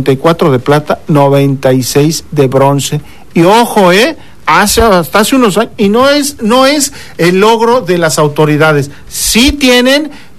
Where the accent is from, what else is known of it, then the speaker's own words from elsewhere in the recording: Mexico; Bueno, soy mexicano